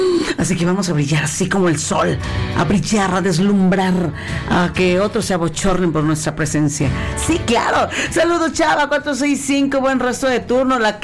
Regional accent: Mexico; esas palabras que como nos evidencian que somos mexicanos.

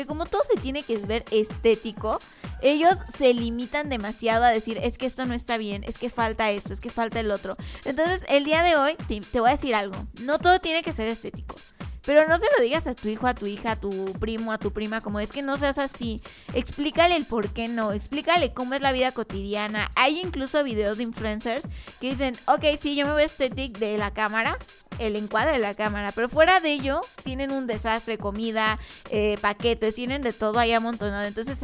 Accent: Mexico; todos somos morenitos, mexicanos morenazos de fuego.

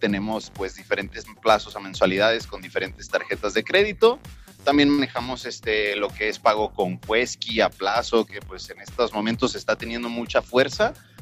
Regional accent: Guadalajara, Jalisco, Mexico; moved away; yo vengo de Guadalajara

